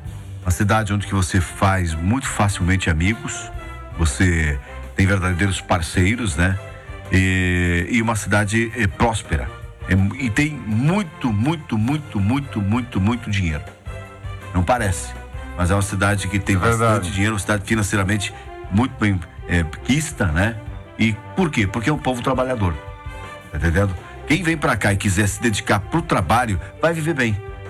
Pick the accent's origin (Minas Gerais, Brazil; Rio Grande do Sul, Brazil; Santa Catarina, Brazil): Santa Catarina, Brazil; Joaçaba; also born or lived in Blumenau / Florianópolis / Xanxerê / São Miguel do Oeste; now in Concórdia, Brazil; Eu estou aqui há quase 40 anos, uhum. Né? Sou de Joaçaba, morei em Joaçaba, morei em Blumenau, morei em Florianópolis, morei em Xanxerê, morei em São Miguel do Oeste.